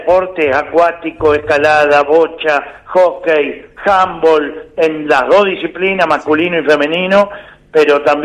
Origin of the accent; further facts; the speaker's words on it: Santa Fe, Argentina; como somos los santafesinos